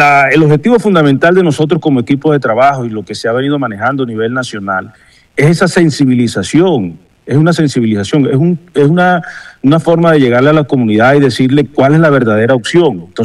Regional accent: Colombia; todos somos sanjuaneros, todos somos colombianos

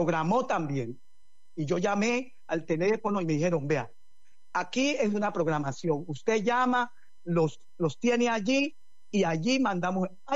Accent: Buenaventura, Valle del Cauca, Colombia; los hijos de Buenaventura, que queremos y amamos esta tierra y que nos resistimos a salir de ella

